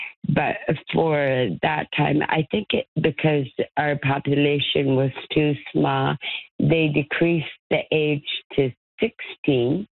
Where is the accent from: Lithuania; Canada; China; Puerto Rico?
Canada; Iqaluit, Nunavut; I was born and raised in Iqaluit, which I'm very proud